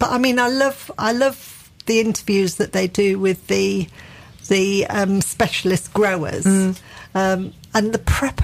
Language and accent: English; Chesterfield, East Midlands, United Kingdom; also born or lived in Matlock; that was quarried from a quarry at Matlock, which is very close mm-hmm. to where I grew up in Chesterfield.